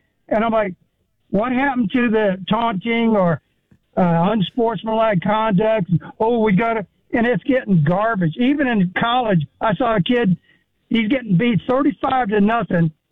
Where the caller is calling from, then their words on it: Florida, United States; I'm calling from Florida, and the storm will, you know, kind of miss us a little bit.